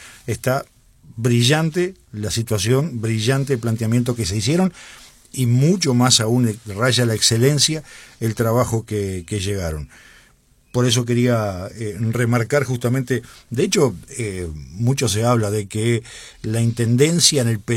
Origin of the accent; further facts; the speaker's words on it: Uruguay; Yo, como uruguayo